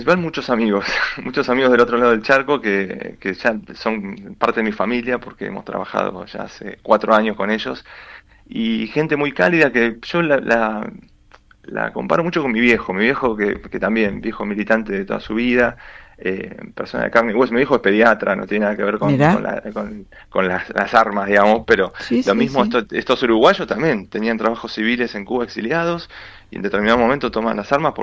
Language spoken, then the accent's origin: Spanish; Buenos Aires, Argentina; Yo soy argentino, vivo acá, en Buenos Aires